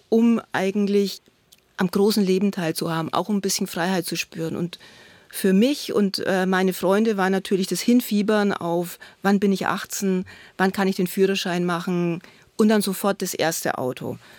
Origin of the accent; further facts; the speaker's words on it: Hof, Bavaria, Germany; Also ich bin in Hof aufgewachsen, das war damals noch das Dreiländereck.